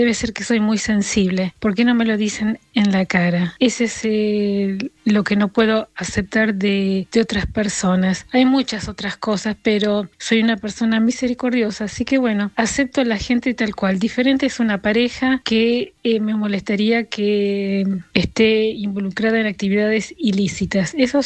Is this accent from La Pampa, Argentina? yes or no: no; Santa Fe, Argentina